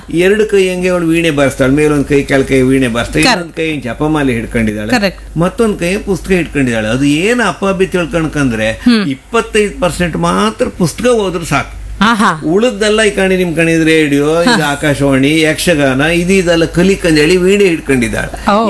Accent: Mallolli, Karnataka, India; ನಾನು ಹುಟ್ಟಿದ್ದು ಮಳ್ಳೊಳ್ಳಿಗೆ, ನಾವು ಬೆಳೆದು ಮಳ್ಳೊಳ್ಳಿಗೆ.

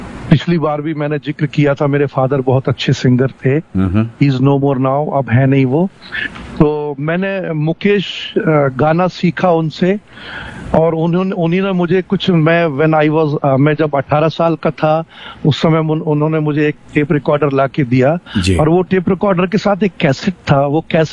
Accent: Jabalpur, Madhya Pradesh, India; मैं जबलपुर का रहने वाला हूँ। जबलपुर मध्य प्रदेश में आता है, एंड जबलपुर बहुत फेमस है भेड़ा घाट के लिए

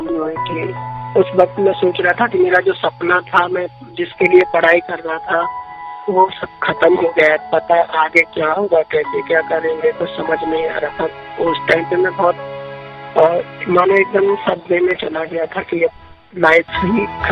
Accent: Madhya Pradesh, India; मैं एमपी से हूँ और अपने 12वीं के पेपर देकर हरियाणा अपने फैमिली के पास गया था।

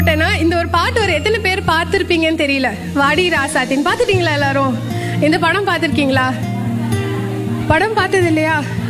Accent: Tamil Nadu, India

